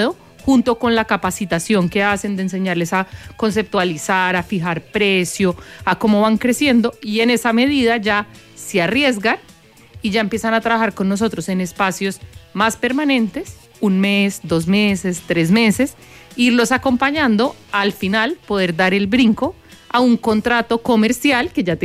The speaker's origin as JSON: {"language": "Spanish", "region": "Bogotá", "country": "Colombia", "accent": "Colombian", "moved": "as an adult", "lives_now": "Chile", "said": "Soy colombiana, de Bogotá. Llevo 4 años en Chile. Se me nota mucho, no lo pude neutralizar nada"}